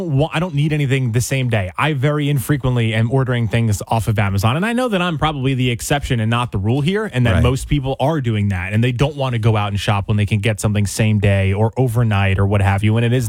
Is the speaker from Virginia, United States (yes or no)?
no; Chesterfield, New Jersey, United States; I grew up in the farmland of Chesterfield.